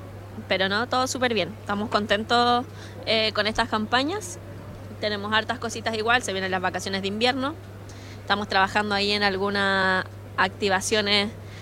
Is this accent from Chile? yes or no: yes; Iquique, Tarapacá, Chile; Los que somos iquiqueños nos gusta el sol